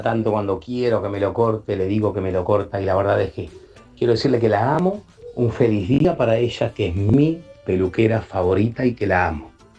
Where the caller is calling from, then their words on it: Villa Lugano, Buenos Aires, Argentina; de Lugano.